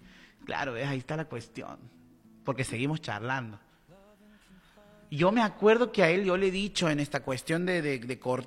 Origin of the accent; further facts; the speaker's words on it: El Salvador; Soy guanaca